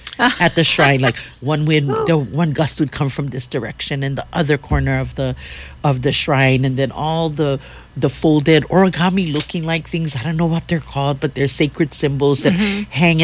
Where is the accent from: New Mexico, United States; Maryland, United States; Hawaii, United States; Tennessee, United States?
Hawaii, United States; Anahola; And so I'm from Anahola.